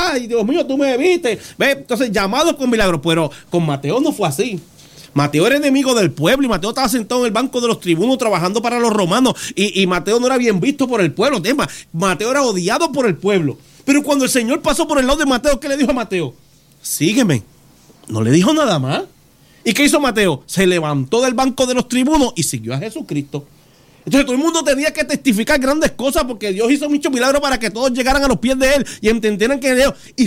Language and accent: Spanish; Puerto Rico; Es que nosotros no somos impacientes y puertorriqueños más aún.